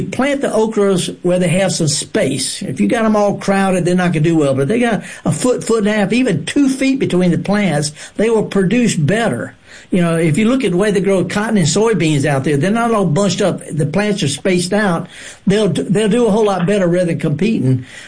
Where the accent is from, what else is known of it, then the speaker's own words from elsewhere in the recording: Mississippi Delta, United States; Okay, now I'm from the Delta.